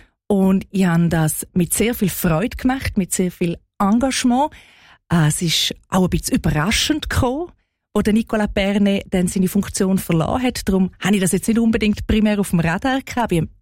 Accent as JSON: {"language": "German", "region": "Graubünden", "country": "Switzerland", "tie": "born or raised there", "moved": "as an adult", "lives_now": "Italy", "said": "Ich bin im Kanton Graubünden aufgewachsen."}